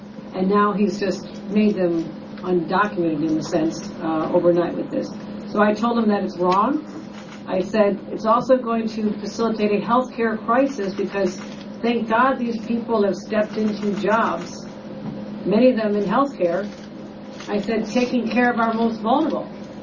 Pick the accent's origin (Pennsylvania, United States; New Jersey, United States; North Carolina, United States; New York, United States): New York, United States; But what I don't think is right is that all the support that I, as a New Yorker, New York governor, with the legislature, provide for law enforcement